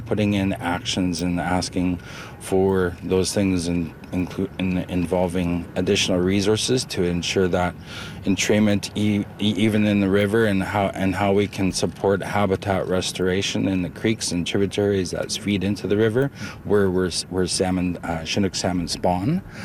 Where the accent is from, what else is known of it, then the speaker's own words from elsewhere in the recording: Whitehorse, Yukon, Canada; my traditional name is … I'm with Wolf Clan. I'm from Kwanlin, this beautiful place that we live, work, and play, and in our shared territory with the Ta'an Kwachin.